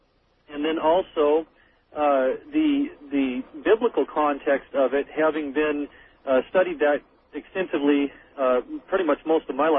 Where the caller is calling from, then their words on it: Cle Elum, Washington, United States; I am calling from Clealum, Washington.